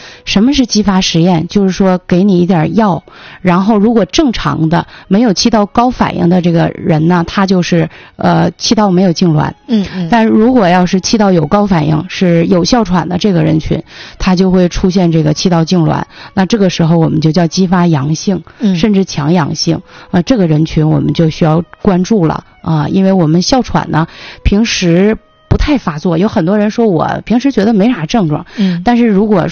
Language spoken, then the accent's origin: Chinese; China; 所以说我们中国人很多都说哎呀带激素不用，